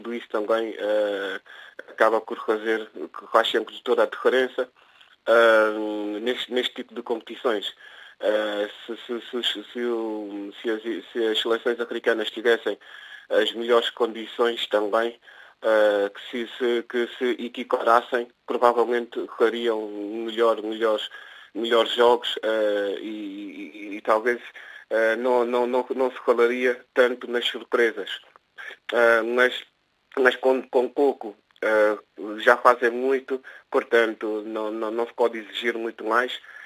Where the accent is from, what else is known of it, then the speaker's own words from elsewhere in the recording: Portugal; Portugal está sempre acima, porque eu também sou português e estou aqui a viver